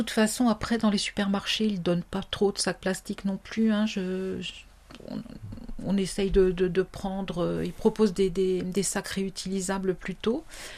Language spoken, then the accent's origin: French; France; Ils savaient tout de suite qu'on était français, effectivement, on doit avoir un petit accent. Mais c'est un accent qui rappelle un petit peu l'accent texan, hein, vraiment des campagnes, des grands espaces.